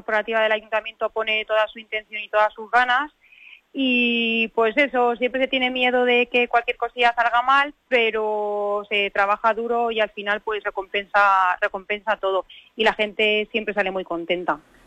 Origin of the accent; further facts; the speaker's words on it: Gabaldón, Castilla-La Mancha, Spain; Bueno, ¿qué te voy a decir yo de mi pueblo, Carolina? Gabaldón somos todos en una, somos un pueblo muy unido